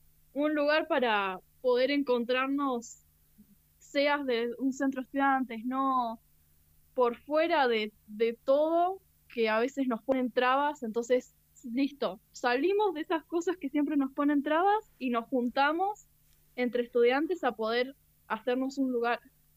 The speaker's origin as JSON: {"language": "Spanish", "town": "El Bolsón", "region": "Río Negro", "country": "Argentina", "said": "por ahora somos de Bolsón y Pueblo, y El Hoyo"}